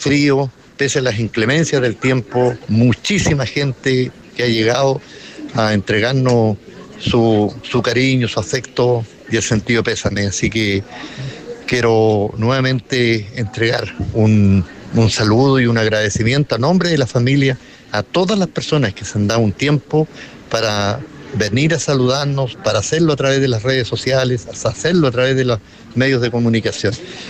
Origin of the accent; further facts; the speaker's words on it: Capitán Pastenes, Araucanía, Chile; also born or lived in Angol; nos criamos juntos en Capitán Pastenes. Después nos vinimos a vivir a Angol para estudiar y hacer la enseñanza media